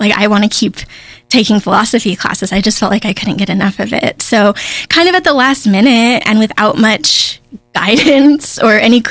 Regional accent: Daytona Beach, Florida, United States; I grew up in Florida in the Daytona Beach area, and it was a very touristy, like beachy area.

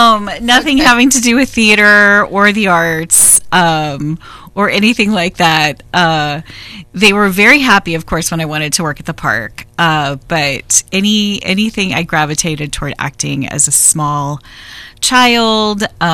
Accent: Anaheim, California, United States; I grew up in Orange County. Don't hold that against me, California. Anaheim, specifically, and North Orange County when I was a young child.

